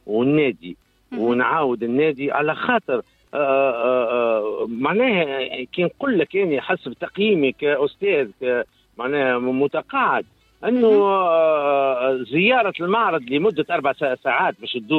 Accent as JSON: {"language": "Arabic", "country": "Tunisia", "said": "هو أكبر ميتينج عندنا في تونس"}